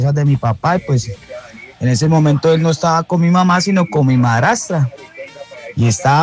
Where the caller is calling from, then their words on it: Bucaramanga, Santander, Colombia; saludita desde Bucaramanga